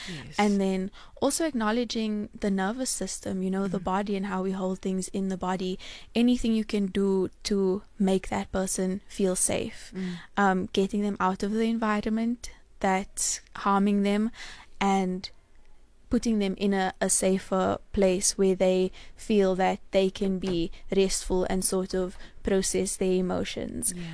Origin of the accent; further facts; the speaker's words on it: South Africa; But the other side of it is that as South African women, we do become quite numb to these things.